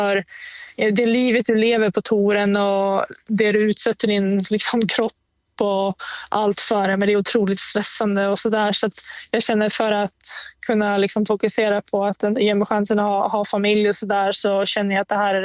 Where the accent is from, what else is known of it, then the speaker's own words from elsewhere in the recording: Sweden; moved away; Och jag bara träffar min familj hemma i Sverige en vecka senaste året